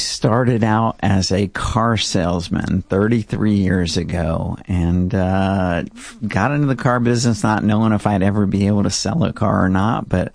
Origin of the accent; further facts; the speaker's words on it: Tampa, Florida, United States; That's where I was born, and I grew up in Tampa.